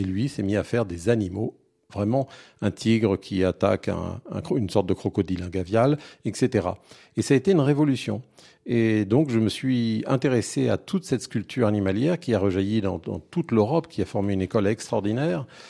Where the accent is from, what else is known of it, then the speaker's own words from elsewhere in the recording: Rennes, Brittany, France; c'est alors que j'étais encore lycéen à Rennes, où je suis né à Rennes en Bretagne.